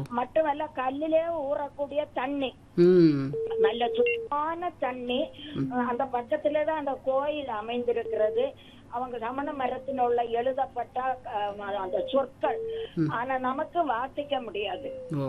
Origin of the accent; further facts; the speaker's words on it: Chitharal, Tamil Nadu, India; சிதறால் என்னுள்ள இடத்திலே நான் பிறந்து வளர்ந்தவள்.